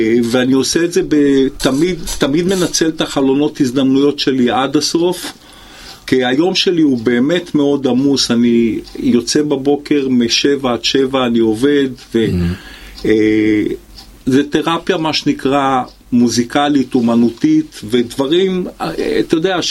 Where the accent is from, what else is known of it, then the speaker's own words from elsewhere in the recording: Haifa, Haifa District, Israel; אני נולדתי בחיפה.